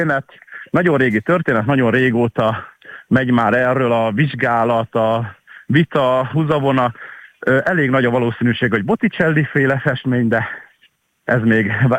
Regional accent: Esztergom, Komárom-Esztergom, Hungary; born there; itt születtem Esztergomban, itt is élek

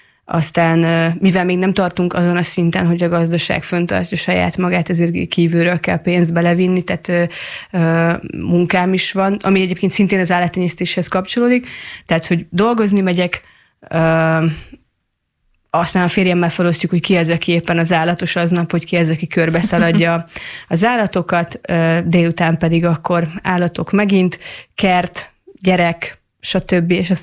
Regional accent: Great Hungarian Plain, Hungary; én Tanyán nőttem föl. Tehát én alföldi gyökerekkel rendelkezem, én ott gyerekeskedtem, én 24-25 éves koromig én ott is éltem

